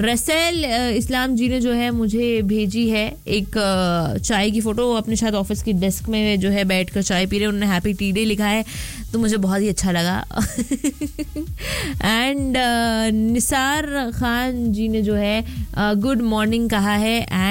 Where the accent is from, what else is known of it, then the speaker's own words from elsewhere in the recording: Bhopal, Madhya Pradesh, India; अब क्या होता है ना कि मैं भोपाल से हूँ एंड भोपाल के लोग जो है वो सच में बहुत ज़्यादा बड़े वाले चाय पगलूज होते हैं